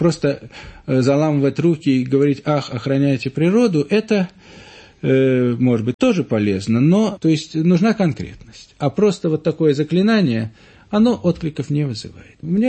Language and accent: Russian; Leningrad, Saint Petersburg, Russia; also born or lived in Crimea; правда, родился в Крыму, но в молодом возрасте приехал в Ленинград. И так что, конечно, действительно, я ленинградец и не мыслю себя совершенно в другом городе.